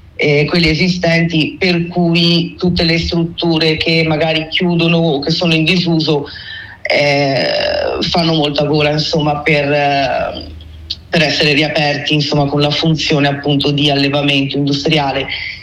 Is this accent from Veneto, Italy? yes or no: yes; Veneto, Italy; io vengo dal Veneto